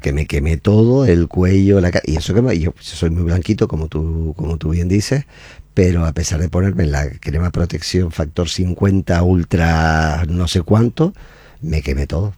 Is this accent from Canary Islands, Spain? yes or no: yes; Canary Islands, Spain; aquellas personas que nosotros fuimos inmigrantes como canarios